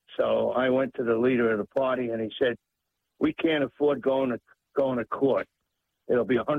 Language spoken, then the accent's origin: English; New York City, New York, United States; I ran for state senator, state assembly twice, and I ran for Congress once. In New York City, that's my hometown.